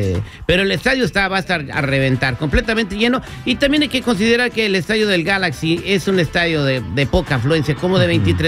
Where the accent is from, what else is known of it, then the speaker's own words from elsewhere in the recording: Morelia, Michoacán, Mexico; Bueno, te lo platico, esto pasó en mi tierra, Morelia, Michoacán.